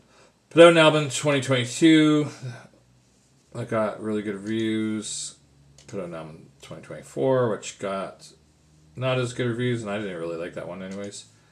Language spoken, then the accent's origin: English; Windsor, Ontario, Canada; now in Ottawa, Canada; made a little sojourn to my hometown of Windsor.